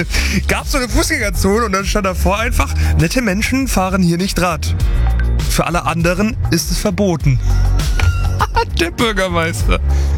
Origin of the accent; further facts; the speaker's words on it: Schleswig-Holstein, Germany; Und ich meine, wir als Schleswig-Holsteiner, wir verbringen ja gefühlt jedes verlängerte Wochenende da.